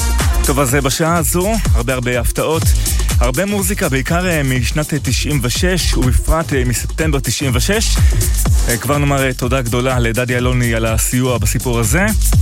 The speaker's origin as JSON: {"language": "Hebrew", "town": "Migdal HaEmek", "region": "Northern District", "country": "Israel", "tie": "born or raised there", "said": "אני גדלתי אי שם במגדל העמק"}